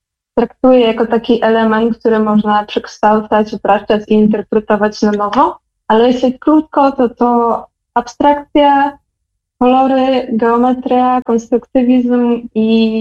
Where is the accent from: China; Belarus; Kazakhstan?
Belarus; moved away; dużo myślę o swoim kodzie kulturowym i o tym, co zostało u mnie w pamięci ze mną po tym, jak dorastałam na Białorusi.